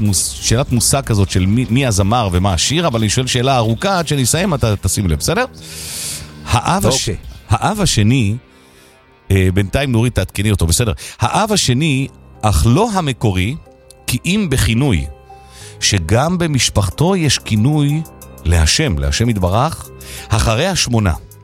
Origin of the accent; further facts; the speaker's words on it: Rishon LeZion, Central District, Israel; גדלתי בראשון אצל המוזיקאי, הקומפוזיטור